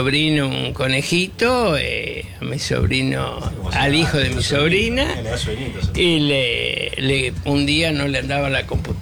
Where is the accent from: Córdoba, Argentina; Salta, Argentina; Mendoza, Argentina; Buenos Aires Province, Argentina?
Buenos Aires Province, Argentina; Marcos Paz